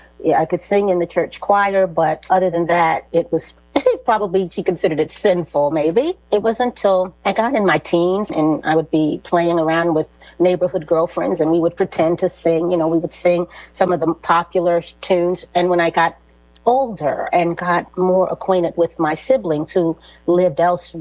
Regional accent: Washington, District of Columbia, United States; Oh, well, I grew up, I'm from Washington, D.C., and I still live here. I was raised by my grandmother and her daughter, who is my aunt, was my aunt.

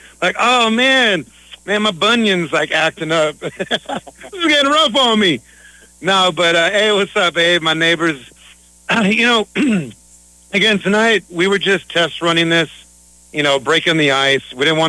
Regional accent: Riverside, California, United States; moved away; I come from Riverside. Also, you know, our families are from Arizona.

